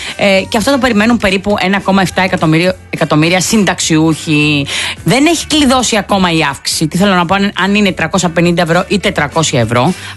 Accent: West Greece, Greece; εγώ τώρα το λέω για το χωριό μου. Είναι στην, έξω από την Αμαλιάδα.

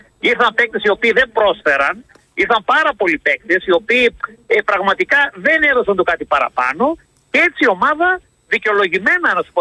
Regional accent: Serres, Central Macedonia, Greece; έχω και μια, να σου πω την αλήθεια, έτσι, μεγάλη αγάπη για τον τόπο μου. Δηλαδή είμαι παθιασμένος Σεραίος, μου αρέσει πάρα πολύ ο όνομος Σερών.

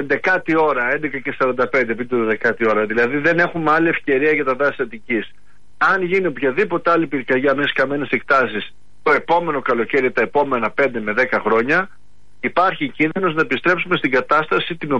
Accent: Lemnos, North Aegean, Greece; γιατί κατάγομαι από τη Λίμνο

